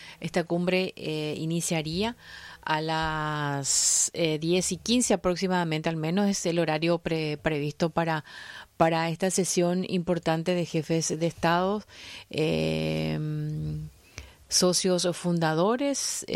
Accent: Paraguay; países pequeños como el nuestro, Paraguay.

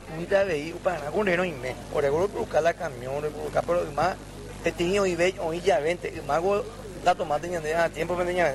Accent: San Pedro, Paraguay; yo que provengo del departamento de San Pedro

